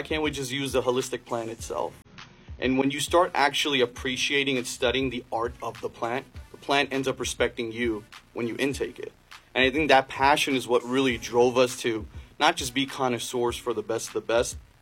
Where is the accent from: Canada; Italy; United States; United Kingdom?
United States; Queens, New York